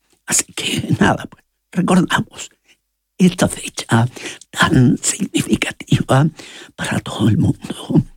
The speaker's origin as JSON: {"language": "Spanish", "country": "Chile", "moved": "yes", "lives_now": "Klagenfurt, Austria", "said": "En Chile, allá en mi tierra"}